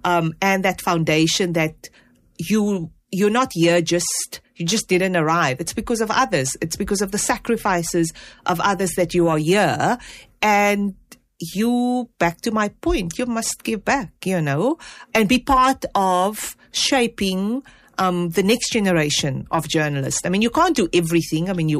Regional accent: Cape Town, Western Cape, South Africa; moved away as an adult; now in Johannesburg, South Africa; we come from the Cape Flats. When people say, oh, which school did you go to? I'm like, I went to a school in Mitchells Plain

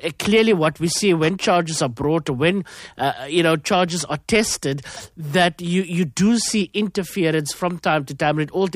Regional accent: Cape Flats, Western Cape, South Africa; growing up in the Cape Flats, you'd have heard, you know, at some stage of your life, how there's, you know, always an uncle that's, you know, addicted to buttons, mandrax.

